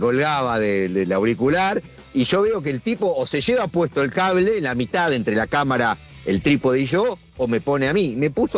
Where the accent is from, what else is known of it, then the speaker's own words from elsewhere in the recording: Uruguay; A veces hay que decir que somos uruguayos, por la duda, porque si te ven con la camiseta argentina